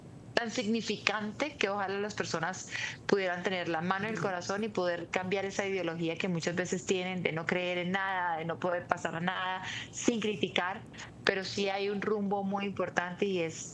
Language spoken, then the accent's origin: Spanish; Táriba, Táchira, Venezuela; born there; porque yo nací en Tariba y allí está la iglesia de la Consolación de la Virgen, pues de Tariba.